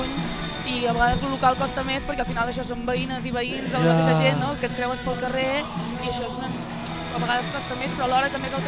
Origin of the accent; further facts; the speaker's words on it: Arbúcies, Catalonia, Spain; nosaltres som d'Arbúcies, d'un poble del Montseny